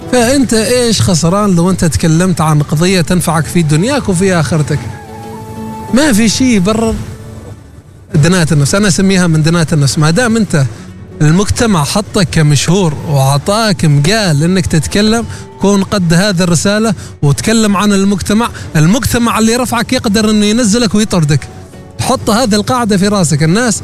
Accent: Salalah, Dhofar, Oman; هذا مثل هذا مثل عندنا في صلالة يقول لك والكلام ليش يا جارة

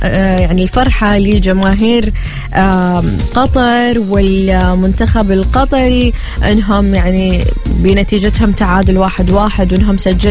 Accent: Oman; فأحنا تعرفين كعمانيين

